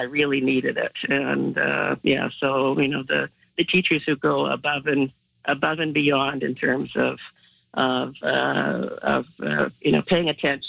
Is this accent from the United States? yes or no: no; Manitoba, Canada; Oh, yeah, no, grew up near Owens Creek.